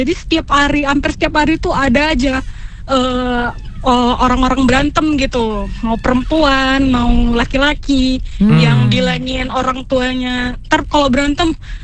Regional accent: Medan, North Sumatra, Indonesia; Jadi kan saya kan ini dari Medan. Jadi di Medan tuh ada satu lokasi yang agak zona merah. Saya tinggal di situ.

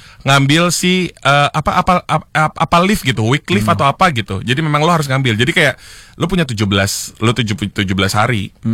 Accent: Indonesia; kita sebagai orang Indo

